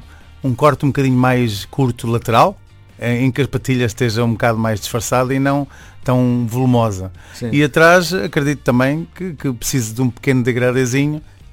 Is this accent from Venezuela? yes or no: yes; Venezuela; accent: Venezuelan; Venezuelano.